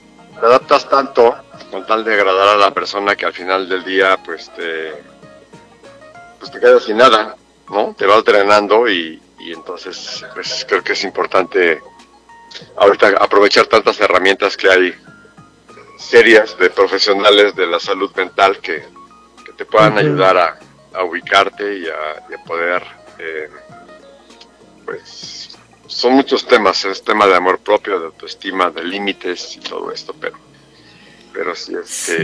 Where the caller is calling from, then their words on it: Mexico City, Mexico; Aquí de la Ciudad de México.